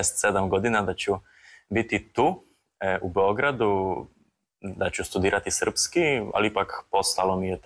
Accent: Poland; Serbian is a second language; now in Belgrade, Serbia; dolazim iz Poljske. Već 5 godina bavim se srpskim jezikom, studiram slavistiku na fakultetu u Lođu.

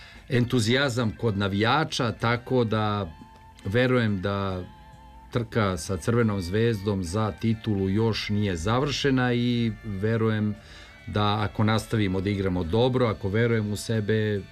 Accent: Belgrade, Serbia; podsjeća na moje detinjstvo provedeno na Banovom brdu i Dorćolu, na neke prve simpatije, na bezbrižnost tog vremena

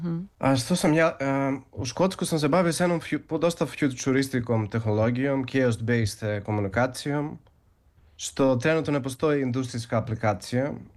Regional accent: Greece; also born or lived in Scotland; Zato, kao Srbin i što sam porastao u Grčkoj, ovde sam puno se adaptirao na ovu grčku kulturu, slično kao srpskom.

